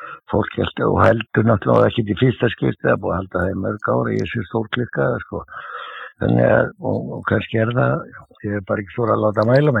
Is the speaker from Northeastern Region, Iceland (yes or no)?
no; Reykjavík, Capital Region, Iceland; ég er fæddur á uppalinn í Klefsholtinu